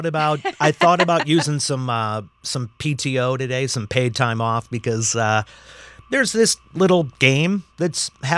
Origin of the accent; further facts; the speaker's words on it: Wisconsin, United States; moved away; I grew up in Wisconsin. I come by it honestly.